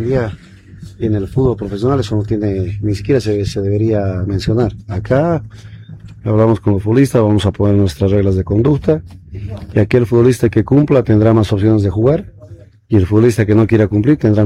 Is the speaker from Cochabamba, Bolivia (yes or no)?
yes; Cochabamba, Bolivia; mis padres que viven acá, mi familia, están cerca de mi tierra, Cochabamba